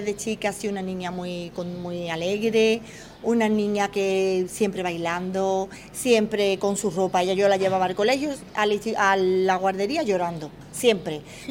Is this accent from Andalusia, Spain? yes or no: yes; San Juan de Aznalfarache, Andalusia, Spain; moved away as an adult; now in Gelves, Spain; nosotros, la familia somos de San Juan, nosotros hemos vivido siempre en San Juan, ya que es verdad, cuando yo me casé me fui a Gelbe a vivir